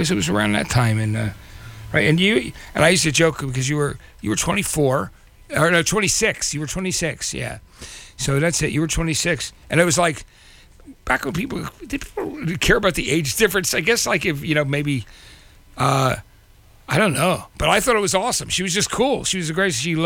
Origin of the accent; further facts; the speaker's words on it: New Jersey, United States; also born or lived in Athens, Georgia; I was born in Athens, Georgia. You know, some of you might not know that, but I was raised in New Jersey. I lived there from the time I was a little kid.